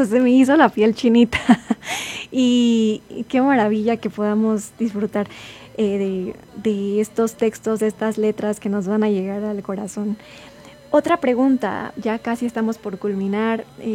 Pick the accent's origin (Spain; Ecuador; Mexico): Mexico; moved away; como mexicanos viviendo acá en el extranjero